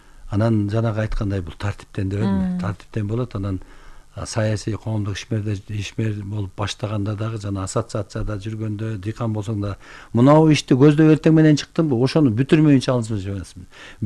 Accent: Bystrovka, Chuy Region, Kyrgyzstan; мен интернатта өстүм да, инилерим менен эжекем болуп. Биз 6 эркек, 1 эжекебиз бар, 7 бир тууганбыз да. Анан атам чабан болгонго байланыштуу бизди интернатка өткөзгөн. Быстровка №1 гэс интернаты бар болчу.

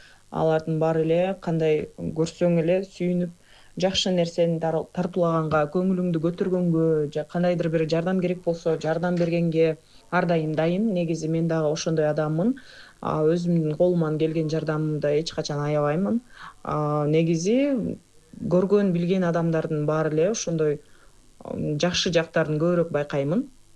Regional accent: Kyzyl-Adyr, Talas Region, Kyrgyzstan; Негизи улутум боюнча мен татаркамын, Кыргызстанда төрөлүп өскөнмүн, чоңойгонмун. Ушул жерде Айтматов районунда Кызыл Адыр айылында туулуп өскөнмүн. Ошол жакта бала чак кезибиз өткөн.

